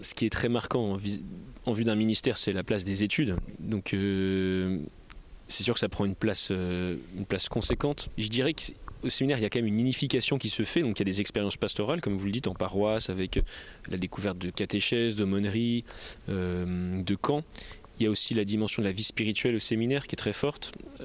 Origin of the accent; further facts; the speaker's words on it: Épernay, Grand Est, France; donc j'ai grandi à Épernay, mais j'ai peu participé à la vie paroissiale et je suis vite parti à l'internat